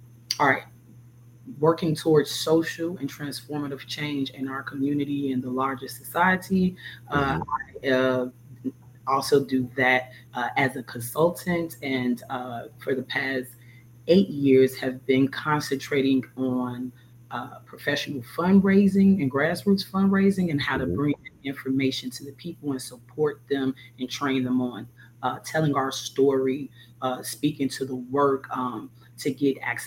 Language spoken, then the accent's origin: English; Chicago, Illinois, United States; So I grew up in near North and the low end, which we call Bronzeville, back and forth.